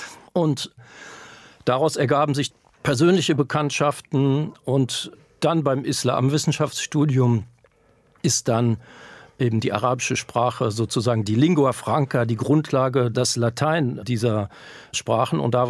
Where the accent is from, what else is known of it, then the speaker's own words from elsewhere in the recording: Cologne, North Rhine-Westphalia, Germany; ich bin ja in Köln groß geworden